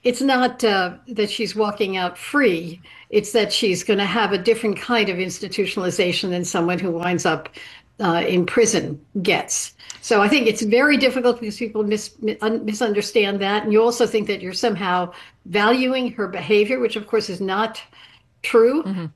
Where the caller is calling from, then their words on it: Martha's Vineyard, Massachusetts, United States; Hello, I'm calling you from Martha's Vineyard.